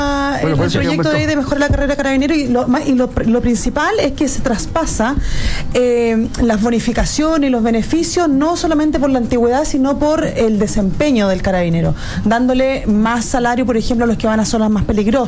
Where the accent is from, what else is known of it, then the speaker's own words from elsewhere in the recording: Arica, Arica y Parinacota, Chile; como chilenos. Y nosotros que somos de Arica, de una zona donde se vive la soberanía día a día